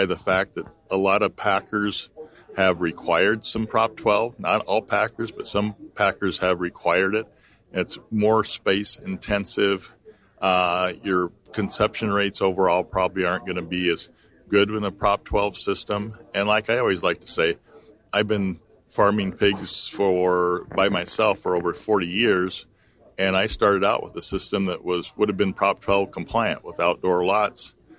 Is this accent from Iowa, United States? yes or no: yes; Conrad, Iowa, United States; Like you said, I'm from Conrad, Iowa, Grundy County, and we farm corn, beans, seed corn, and own weaned finished pigs there at Conrad.